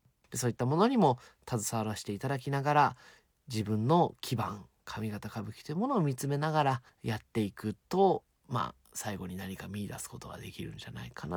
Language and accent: Japanese; Tokyo, Japan; 私は東京まで東京育ちですけれど、やはり父まで関西に生まれ